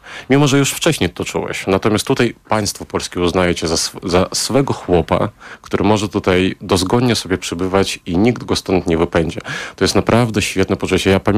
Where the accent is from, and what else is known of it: Belarus; now in Poland